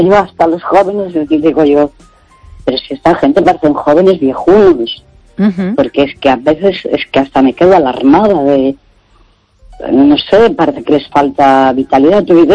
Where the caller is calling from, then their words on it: Santiago de Compostela, Galicia, Spain; de Santiago, bien, gracias.